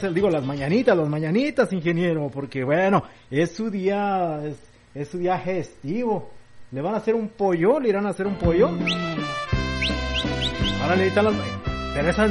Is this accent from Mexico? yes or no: yes; Abasolo, Mexico; Ándele pues, soy de Abasolo